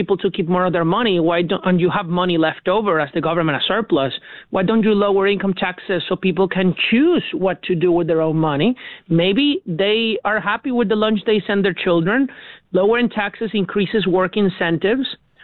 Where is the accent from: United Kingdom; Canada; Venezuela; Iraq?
Venezuela; English is a second language; now in United States; And look, I came from Venezuela a decade ago, and I did so in large part because Venezuela was destroyed by a socialist regime